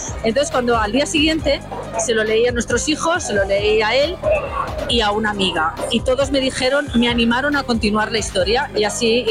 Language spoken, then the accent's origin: Spanish; Barcelona, Catalonia, Spain; nosotros somos de Barcelona.